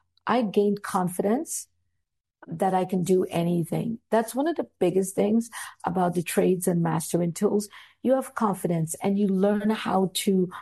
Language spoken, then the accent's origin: English; Trinidad & Tobago; So growing up in Trinidad and Tobago, everybody, including me, most people want to be a barrister